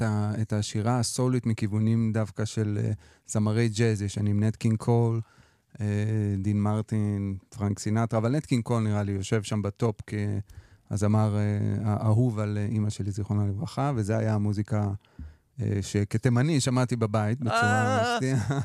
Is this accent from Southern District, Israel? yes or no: yes; Ashdod, Southern District, Israel; בתור ילד בן 15 באשדוד